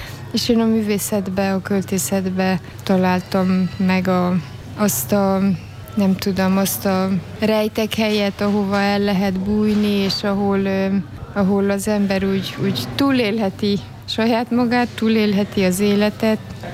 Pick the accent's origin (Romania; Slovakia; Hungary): Romania; Moldavia; Moldvába születtem, Románia keleti részén. Egy magyar, katolikus magyar parasztfaluban nőttem föl.